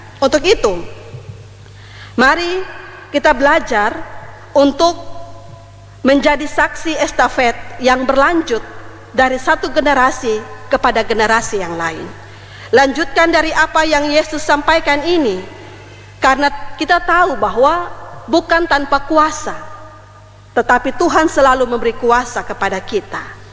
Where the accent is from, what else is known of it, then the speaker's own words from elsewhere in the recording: East Nusa Tenggara, Indonesia; Kalau kita orang Rote, kita punya filosofi atau semboyan itu adalah, salah satu contoh adalah Dalek Esa.